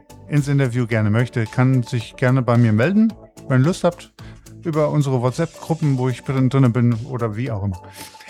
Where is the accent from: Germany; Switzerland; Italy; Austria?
Germany; Hesse; ich bin ja ein Hesse, ich komme ja aus Hessen. Und ja, da babbelt man eben halt.